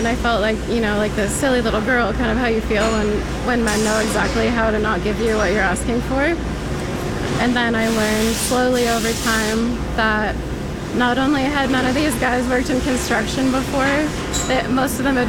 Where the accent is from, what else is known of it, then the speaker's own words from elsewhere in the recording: West Coast, United States; I'm not from here, so I had never experienced sexism before. I'm from the West Coast.